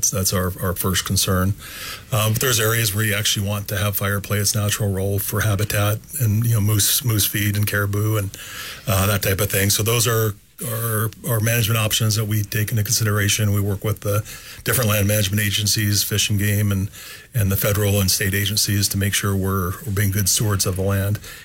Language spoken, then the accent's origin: English; Anchorage, Alaska, United States; now in Mat-Su Valley, United States; I was born and raised in Alaska and grew up on the Anchorage hillside